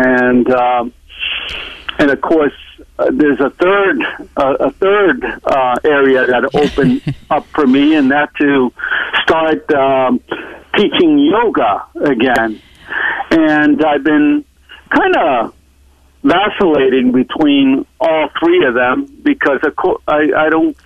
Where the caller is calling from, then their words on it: Nashua, New Hampshire, United States; I'm calling from Nashua, New Hampshire.